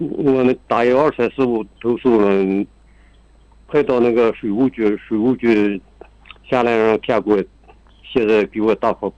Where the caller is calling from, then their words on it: Baotou, Inner Mongolia, China; 我是宝头市固原县金山镇红崖湾村。